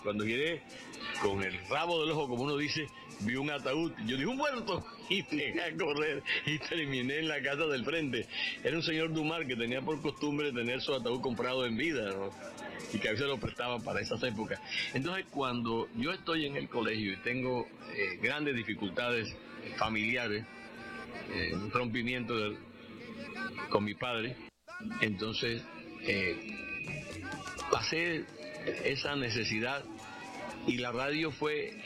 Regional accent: San Andrés de Sotavento, Córdoba, Colombia; Orgullosamente cordobés, San Andrés de Sotavento, calle San Andrés, allí nací yo. Un 20 de julio de 1954.

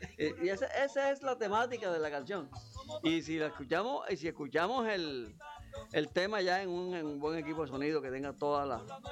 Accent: Córdoba, Colombia; esta tierra, porque es que el sinú

